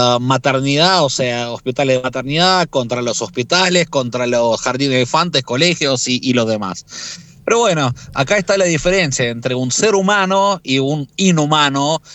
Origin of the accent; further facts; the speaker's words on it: Kharkiv, Kharkiv Oblast, Ukraine; moved away; en mi ciudad natal, Kharkiv